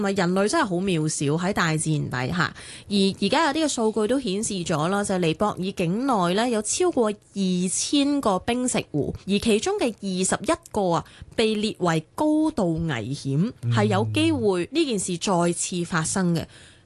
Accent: Hong Kong; 我哋身为香港人

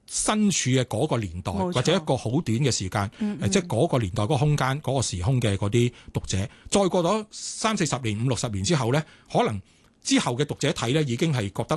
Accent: Guangdong, China; 三級底即係我哋廣東人係知道咩叫三級底嘅啦，因為三級底包括就係文言啦，就係、是、白話啦，即係的了魔呢啦。但我哋喺方言區嘛，我哋仲有埋粵語。

